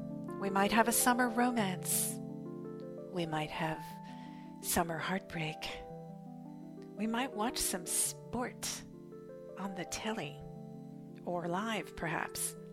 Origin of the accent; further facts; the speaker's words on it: Berkeley, California, United States; in my hometown, Berkeley, California